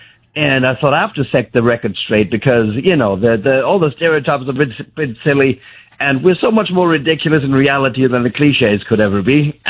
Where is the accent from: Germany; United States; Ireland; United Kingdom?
Germany; moved away as an adult; also born or lived in Spain; I'm from Germany, despite the name … which just happens when I lived in Spain for 7 years.